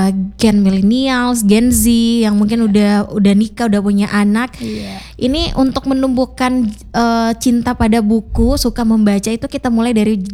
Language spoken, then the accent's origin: Indonesian; Donggala, Central Sulawesi, Indonesia; Saya sebagai warga Donggala